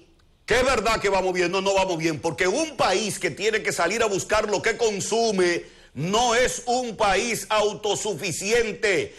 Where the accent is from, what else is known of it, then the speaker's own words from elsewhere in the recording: Dominican Republic; yo soy un ciudadano dominicano.